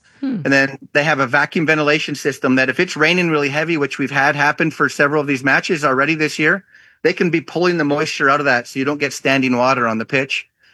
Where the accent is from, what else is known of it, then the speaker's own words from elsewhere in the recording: Canada; and me being Canadian, I was actually for maybe the first time I was more into the game than I was the field.